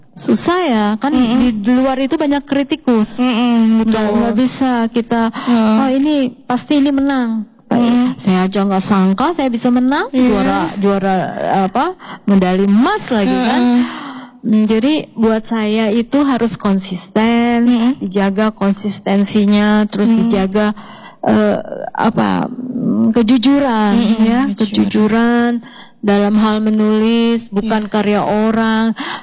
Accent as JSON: {"language": "Indonesian", "town": "Depok", "region": "West Java", "country": "Indonesia", "said": "Saya mewakili Jawa Barat."}